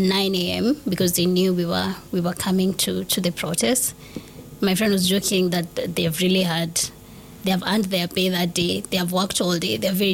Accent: Nairobi, Kenya; The thing about growing up in Mathare is mnajuana all your lives.

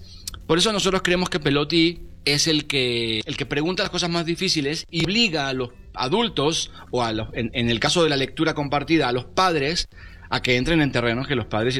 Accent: Argentina

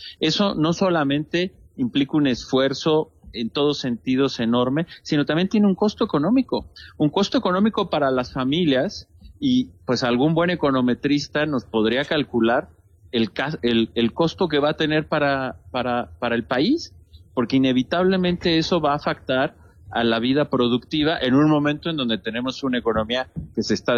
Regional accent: Mexico

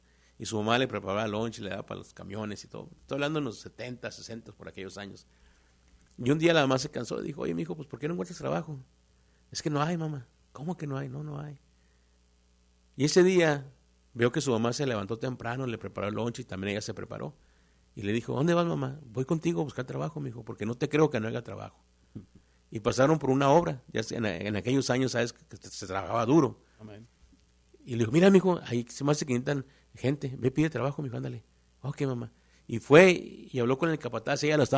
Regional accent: Chihuahua, Mexico; born there; also born or lived in Juárez; porque yo nací en Chihuahua.

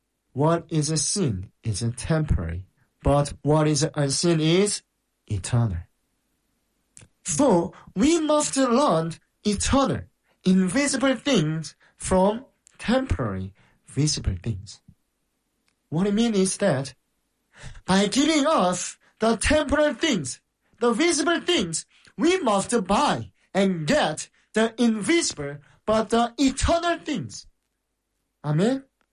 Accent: South Korea; Listeners, I came from the Republic of Korea.

